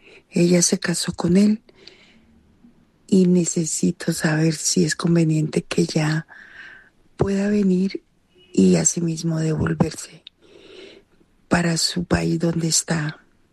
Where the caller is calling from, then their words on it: Bogotá, Colombia; le hablo desde Bogotá, Colombia. Nací el 28 de julio.